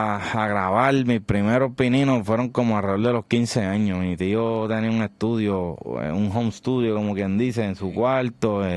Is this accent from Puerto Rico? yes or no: yes; Trujillo Alto, Puerto Rico; also born or lived in San Juan, Puerto Rico / Río Piedras, Puerto Rico; Soy criado entre Río Piedras y Trujillo Alto. Más de Trujillo que de Río Piedras, pero entre Río Piedras y Trujillo Alto, mis abuelos fueron comerciantes ahí